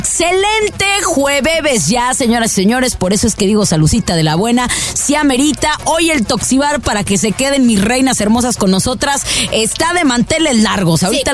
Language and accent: Spanish; Guadalajara, Jalisco, Mexico; Pues aquí estamos, no nos rajamos como buenas tapatías y mexicanas que somos.